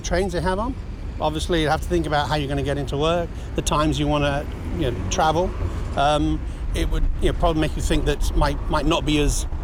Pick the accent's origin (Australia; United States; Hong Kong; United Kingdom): United Kingdom; London; now in Moira, United Kingdom; I grew up in London and I've worked in London